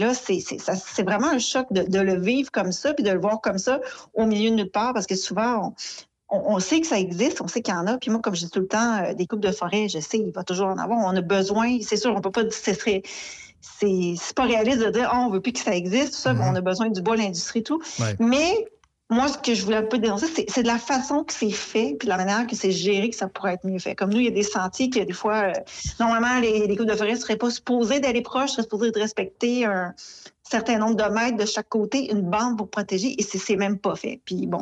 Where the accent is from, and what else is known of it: L'Ascension, Quebec, Canada; born or raised there